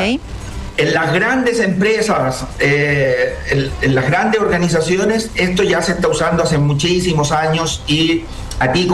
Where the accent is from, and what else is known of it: Chile